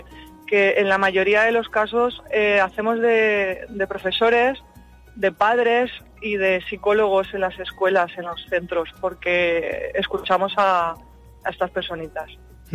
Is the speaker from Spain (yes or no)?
yes; Valencia, Valencian Community, Spain; moved away as an adult; now in Dénia, Spain; yo soy de Valencia en concreto y ya decidí quedarme en la ciudad de Denia